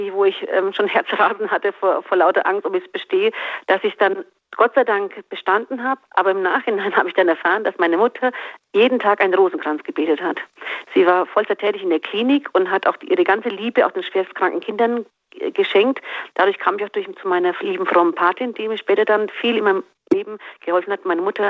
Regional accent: Medjugorje, Federation of Bosnia and Herzegovina, Bosnia & Herzegovina; sind wir zusammen mit ihr in meine Heimat, meine Eltern nach Bosnien-Herzegowina, nach Medjugorje.

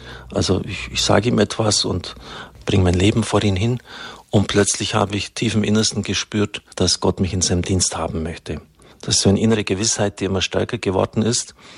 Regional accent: Bavaria, Germany; Das war eine ländliche Idylle, ungefähr 25 Kilometer südwestlich von Augsburg bin ich aufgewachsen.

